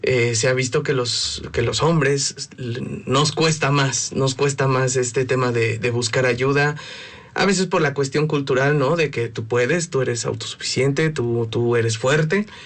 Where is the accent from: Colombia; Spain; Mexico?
Mexico; aunque en México claro que nos importa principalmente porque somos mexicanos